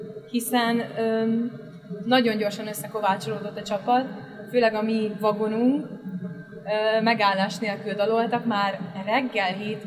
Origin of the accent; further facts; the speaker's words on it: Sălaj, Romania; moved away; Szilágyságból származom